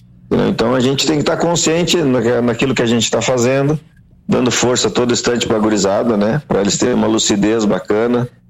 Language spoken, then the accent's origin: Portuguese; Brazil; eu como brasileiro